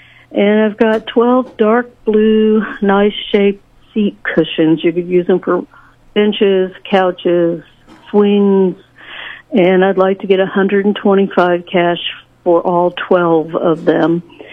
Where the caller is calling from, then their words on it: Sedalia, Missouri, United States; Hi, I'm calling from Sedalia.